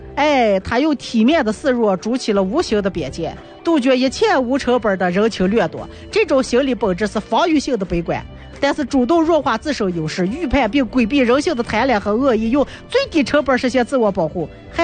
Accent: Shaanxi, China; accent: Northern Shaanxi dialect; 我说的是陕北方言，而且说的比较快。

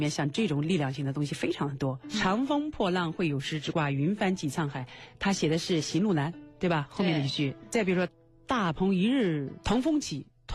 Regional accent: China; 我们作为中国人，

